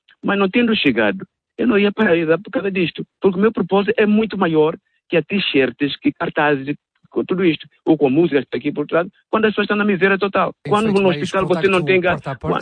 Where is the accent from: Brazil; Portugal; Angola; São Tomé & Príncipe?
São Tomé & Príncipe; continuamos a ser santomenses na mesma